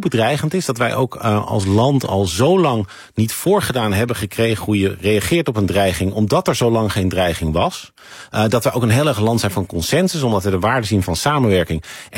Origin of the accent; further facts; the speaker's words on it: Netherlands; Wij zijn als Nederlanders